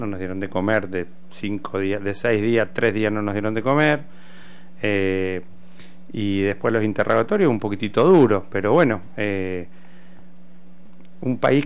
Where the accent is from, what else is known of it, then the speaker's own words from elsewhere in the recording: Argentina; Como Argentina le declaramos la guerra.